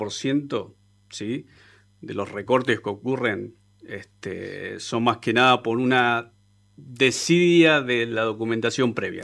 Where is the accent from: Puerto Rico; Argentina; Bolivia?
Argentina; Santiago del Estero; Santiagueño, sí, obviamente. Sí